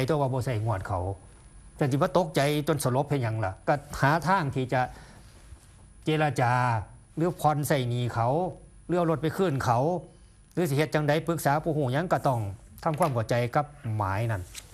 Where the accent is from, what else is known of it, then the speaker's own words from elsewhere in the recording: Ubon Ratchathani, Thailand; now in Bangkok, Thailand; อยู่อุบลอยู่หนองขอนอยู่ทงบุรพานี่แต่ว่าผมไปเฮ็ดงานกรุงเทพไปเซาบ้านอยู่หรือไปอยู่น้ำมูหรือไปอยู่คอนโดก็แล้วแต่